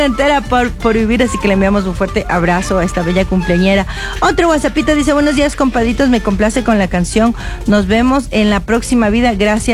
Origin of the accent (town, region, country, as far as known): Ecuador